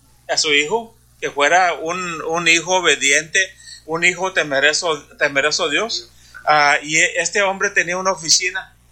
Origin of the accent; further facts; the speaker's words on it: Brownsville, Texas, United States; yo vengo de Brownsville, Texas. Brownsville, Texas es una ciudad que está está un río y al cruzar el río es Matamoros, ya es México eso.